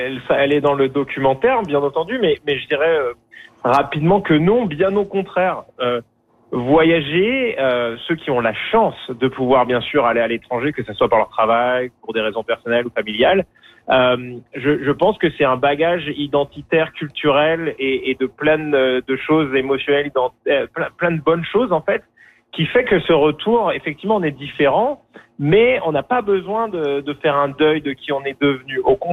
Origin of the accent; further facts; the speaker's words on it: France; now in Canada; comme on peut l'entendre à mon accent, je suis originaire de France, mais ça fait une vingtaine d'années que j'habite moi au Canada.